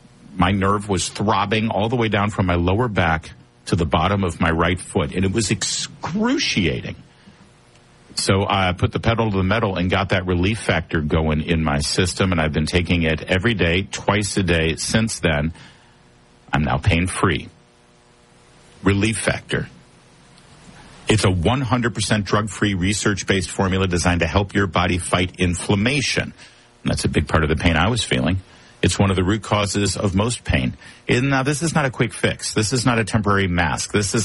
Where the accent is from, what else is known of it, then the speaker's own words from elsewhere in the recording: California, United States; born there; moved away as an adult; now in Washington, D.C., United States; And my kids live in California. I'm from California, lived there since I was 13. California is important to me